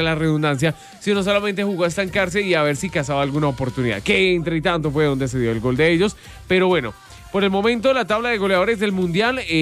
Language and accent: Spanish; Colombia